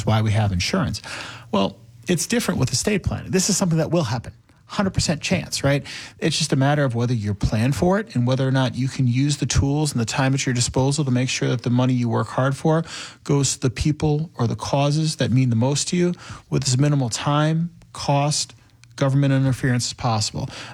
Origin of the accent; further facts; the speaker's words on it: Hubertus, Wisconsin, United States; also born or lived in Pennsylvania; I grew up here. I grew up in Washington County. I grew up in Hubertus. So that's my hometown.